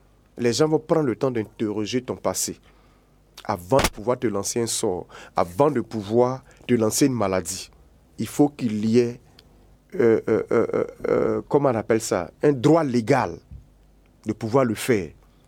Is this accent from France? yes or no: no; Côte d’Ivoire; Chez nous, en Côte d'Ivoire